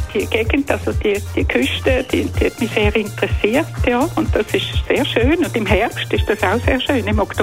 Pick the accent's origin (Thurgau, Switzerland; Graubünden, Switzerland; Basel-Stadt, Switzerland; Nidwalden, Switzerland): Basel-Stadt, Switzerland; Basel; accent: Basel; now in Zürich, Switzerland; Ja, das verliert man nie.